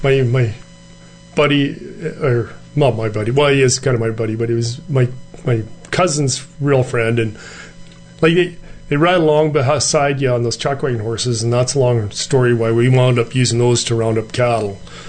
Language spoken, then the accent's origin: English; Neilburg, Saskatchewan, Canada; born there